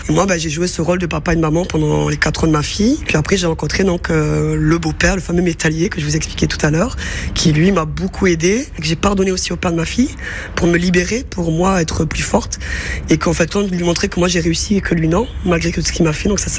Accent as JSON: {"language": "French", "town": "Carcassonne", "region": "Occitanie", "country": "France", "tie": "born there", "said": "Je suis partie de Paris, je suis revenue dans le sud. Moi, je suis née à Carcassonne."}